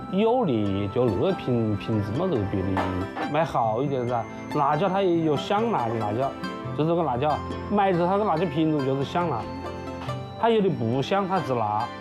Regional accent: Wuhan, Hubei, China; 从我爷爷那一代在武汉来的嘛，我们是在武汉的土生土长第3代人。

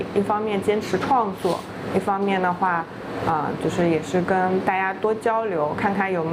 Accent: Hangzhou, Zhejiang, China; 我是杭州市萧山区党湾镇的新农人

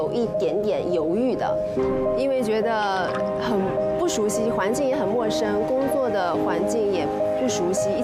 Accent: Zhejiang, China; born there; moved away; 我在《水浒传》中饰演公主这一角色。我出生于中国浙江，12岁开始学习古典芭蕾舞，16年接到了《水浒传》的邀请，所以我过来这边。

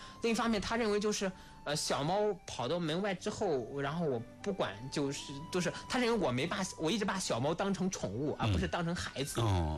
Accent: China; moved away as an adult; 告诉他我来自中国

